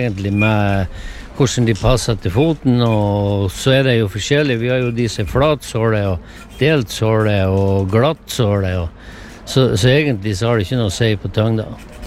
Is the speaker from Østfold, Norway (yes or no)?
no; Ørnes, Nordland, Norway; kjem vi fra Ørnes i Meløy, alt med Saltstrømmen.